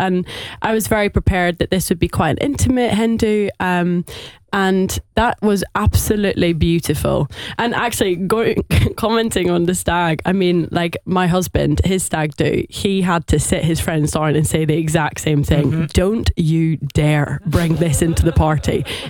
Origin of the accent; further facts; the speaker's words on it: Scotland, United Kingdom; See, I'm from Scotland. My wedding was in Scotland.